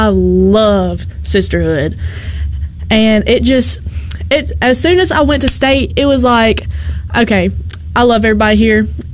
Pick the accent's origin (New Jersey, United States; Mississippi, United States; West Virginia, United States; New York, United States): Mississippi, United States; I'm from Neshoba County